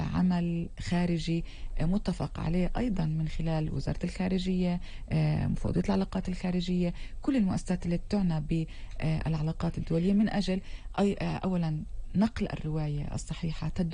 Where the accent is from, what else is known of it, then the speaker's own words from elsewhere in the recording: Palestine; يتعامل معنا كفلسطينيين